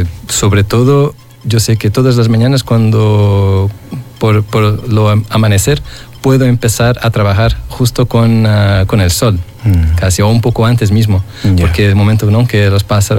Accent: Lisbon, Portugal; born there; Spanish is a second language; moved away; Yo soy muy, por lo mismo, muy atlántico. Vengo de nací en Lisboa, entonces el océano es, por lo mismo, muy cerca, claro. Muy presente.

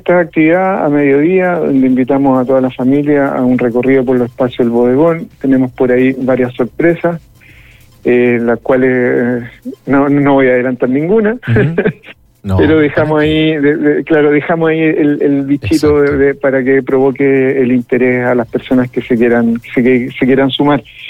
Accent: Los Vilos, Coquimbo, Chile; born or raised there

